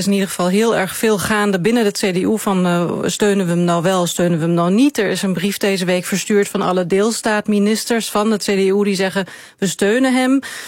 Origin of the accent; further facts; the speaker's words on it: Netherlands; wij het leven daar als Nederlanders